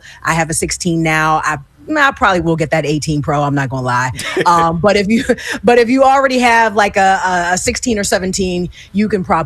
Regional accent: Pittsburgh, Pennsylvania, United States; here in Pennsylvania, like kind of central-ish, because I'm from Pittsburgh originally

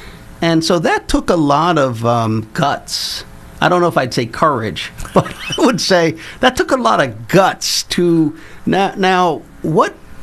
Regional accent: Philadelphia, Pennsylvania, United States; we Philadelphians

